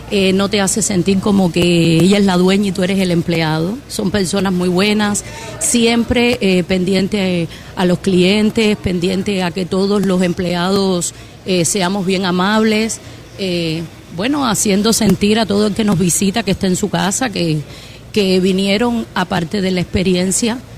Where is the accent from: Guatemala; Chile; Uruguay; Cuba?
Cuba; now in Doral, United States; nosotros la mayoría somos cubanos.